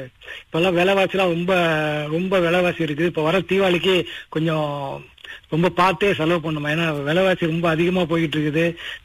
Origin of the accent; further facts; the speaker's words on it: Kuala Selangor, Selangor, Malaysia; வழக்கமா நம்ம ஊர் தான் கோலசலாங்கூர் தான் போவோம்.